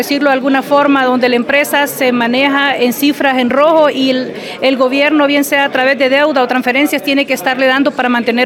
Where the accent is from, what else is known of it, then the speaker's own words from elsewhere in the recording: Honduras; para que nosotros como país y como todo, como hondureños, seamos conscientes